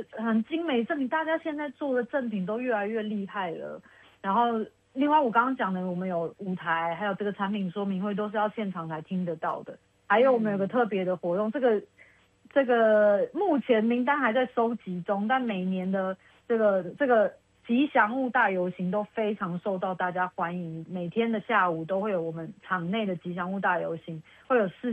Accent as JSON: {"language": "Chinese", "country": "Taiwan", "said": "因为我们生在这个宝岛"}